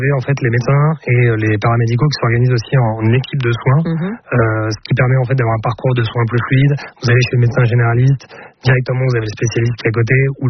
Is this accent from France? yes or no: yes; Hauts-de-France, France; moi je viens de Picardie, de l'Aisne par exemple